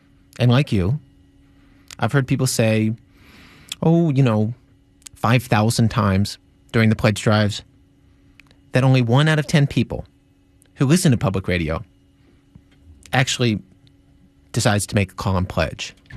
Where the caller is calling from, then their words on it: Chicago, Illinois, United States; I'm calling from National Public Radio in Chicago, and I'm recording this for possible broadcast.